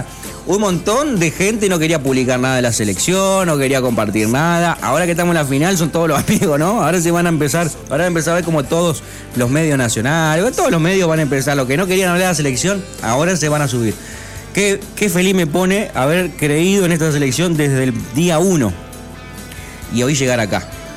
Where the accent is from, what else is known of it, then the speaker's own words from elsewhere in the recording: Argentina; cómo somos los argentinos